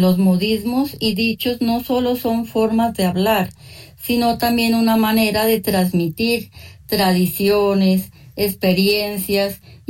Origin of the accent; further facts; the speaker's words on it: San Bernardo, Nariño, Colombia; now in Bogotá, Colombia; mi hermoso lugar donde me vio crecer y nacer. Aunque desde hace algunos años vivo acá en Bogotá, yo vengo de un pueblo muy cerca a la ciudad de Pasto, la capital. Mi pueblo se llama San Bernardo Nariño.